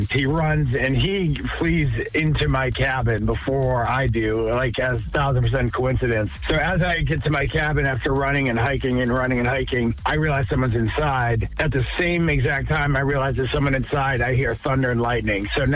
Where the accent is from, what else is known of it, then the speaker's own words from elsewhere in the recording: Plymouth, Massachusetts, United States; shooting in the town my mom was born in Yarmouth, Massachusetts. And then I also was able to shoot in my hometown of Plymouth, Massachusetts.